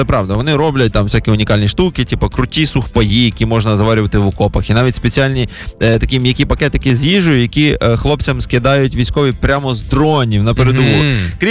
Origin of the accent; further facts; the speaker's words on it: Khmelnytskyi, Khmelnytskyi Oblast, Ukraine; moved away; Хмельницький – моє рідне місто